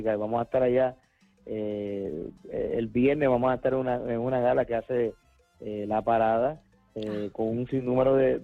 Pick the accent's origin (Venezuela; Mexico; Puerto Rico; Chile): Puerto Rico; nosotros como puertorriqueños pues llevamos la música por dentro